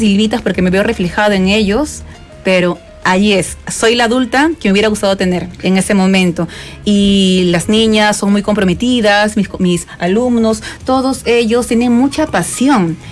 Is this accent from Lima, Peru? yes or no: yes; Lima, Peru; also born or lived in Chile; cuando yo era pequeñita y tenía 6 años, mi mamá desde Pro, Lima Norte, me llevaba viajando en la Enatru, recuerdo, hasta Barranco